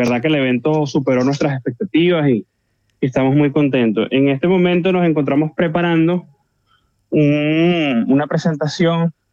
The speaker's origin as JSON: {"language": "Spanish", "town": "Maracay", "region": "Aragua", "country": "Venezuela", "tie": "born or raised there", "moved": "yes", "said": "Mi ciudad natal de Maracay, Venezuela."}